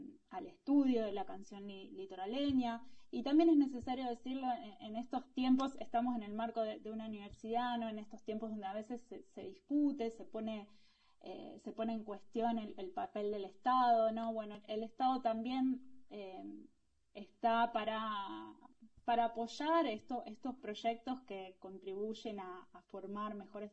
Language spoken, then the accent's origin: Spanish; Santa Fe, Argentina; now in Buenos Aires, Argentina; soy santafesina, y bueno, de ahí también deriva un poco, o nace mi amor por estas músicas que había escuchado muy desde chica